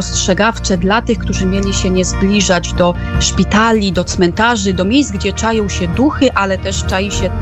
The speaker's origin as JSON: {"language": "Polish", "town": "Ryki", "region": "Lublin Voivodeship", "country": "Poland", "moved": "yes", "lives_now": "Warsaw, Poland", "said": "ja jestem z Lubelszczyzny, z mojej miejscowości Ryki, ale mieszkamy w Warszawie"}